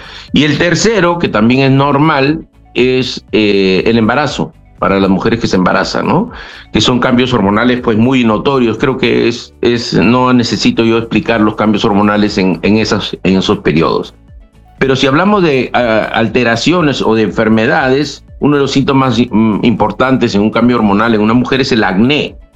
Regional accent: Trujillo, La Libertad, Peru; yo soy de Trujillo, con mi padre íbamos a Huanchaco, a Salaverry, al muelle, y yo aprendí a pescar del muelle

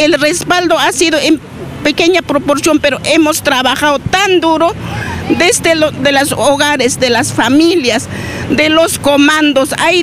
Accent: Puno, Peru; nosotros en el sur, en la región de Puno, es desde el 2011 hemos pasado muchos maltratos, muchas dificultades, pero pese a eso hemos sido resistentes

